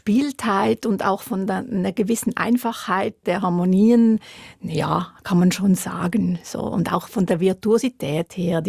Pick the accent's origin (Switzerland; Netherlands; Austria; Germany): Switzerland; Wollerau, Schwyz; born or raised there